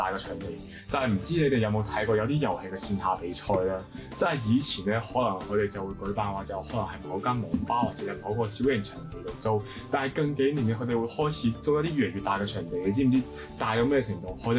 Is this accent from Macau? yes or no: yes; Macau; 澳門有個碼頭嘅，因為我係澳門人啦，澳門有個碼頭係外國碼頭嘅